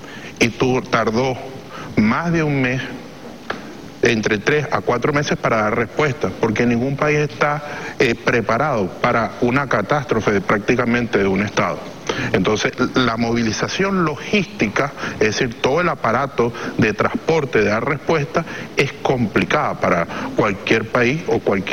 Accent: Venezuela; la calidad humana que nos caracteriza como gentilicio venezolano

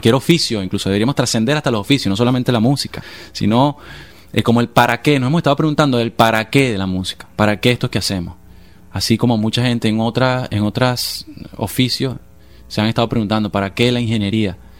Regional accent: Venezuela; en mi país, en Venezuela

